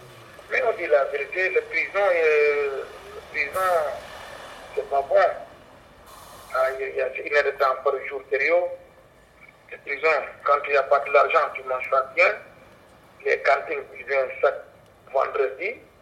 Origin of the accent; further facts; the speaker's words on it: Senegal; moved away as an adult; now in Belgium; mon pays d'origine c'est Sénégal. Ouais, ça fait 8 ans que je suis là en Belgique.